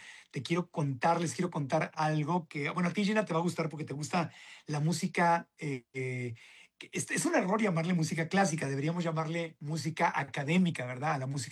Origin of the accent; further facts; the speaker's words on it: Mexico; nosotros somos mexicanos, pero como hermanos latinoamericanos